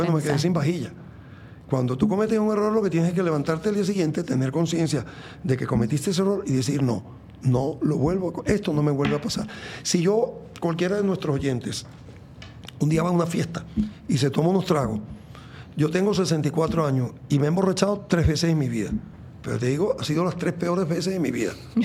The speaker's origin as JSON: {"language": "Spanish", "country": "Venezuela", "moved": "yes", "said": "Y yo le he preguntado a carpinteros, plomeros, gente de mi país, de Venezuela"}